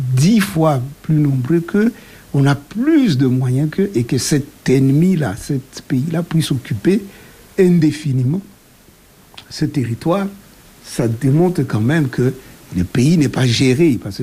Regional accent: DR Congo; Et pourtant, on est congolais.

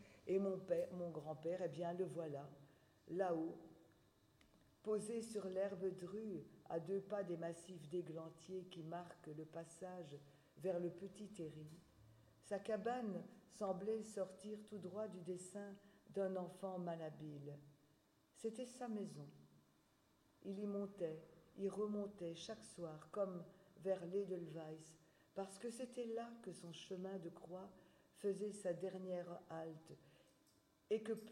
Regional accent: Wallonia, Belgium; Puisque je suis du Borinage, donc toujours, je suis née là, j'y habite depuis, vous aussi, depuis mon enfance, depuis ma naissance.

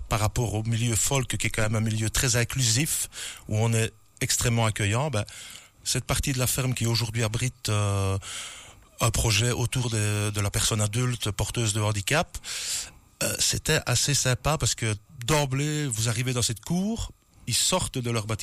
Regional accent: Wallonia, Belgium; also born or lived in Liège; now in Florenville area, Belgium; Déjà à l'époque où j'étais en Ardennes, donc ma région d'origine, dans la région de Beaumale-sur-Ourcq, ou quand j'ai vécu à Liège

